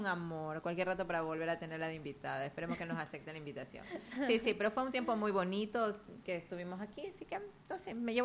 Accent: Ecuador

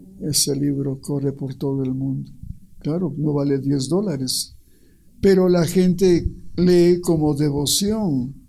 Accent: Ecuador; mi pueblo ecuatoriano que es pobre.

